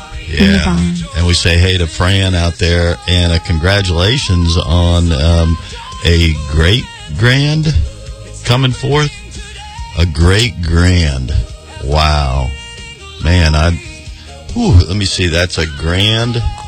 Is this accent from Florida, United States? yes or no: yes; Miami, Florida, United States; now in Aiken, United States; I'm from Miami, Florida, and I'm living in Aiken, South Carolina